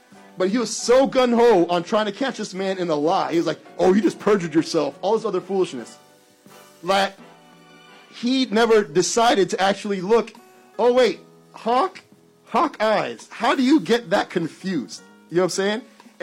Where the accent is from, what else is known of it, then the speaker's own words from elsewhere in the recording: Florida, United States; I'm from Florida.